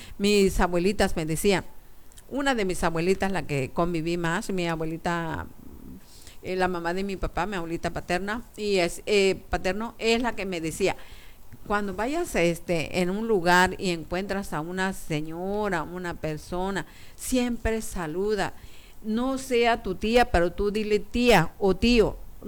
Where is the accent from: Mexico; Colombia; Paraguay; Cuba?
Mexico; Huautla; yo vengo del municipio de Huautla. En el municipio de Huautla decimos algunos conceptos, algunos términos, así como lo hablamos en el municipio.